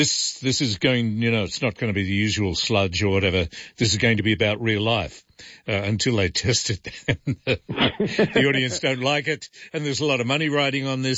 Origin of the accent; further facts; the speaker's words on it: Australia; Well, of course, being Australian, I wouldn't say put a shrimp on the barbie.